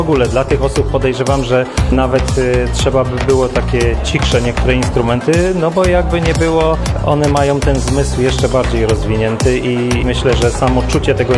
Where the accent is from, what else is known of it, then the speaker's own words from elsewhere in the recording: Będzin, Silesian Voivodeship, Poland; Z Będzina.